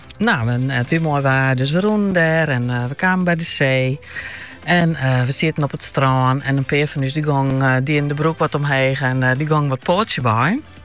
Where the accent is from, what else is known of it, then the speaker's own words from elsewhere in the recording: Netherlands; we komen uit Nederland.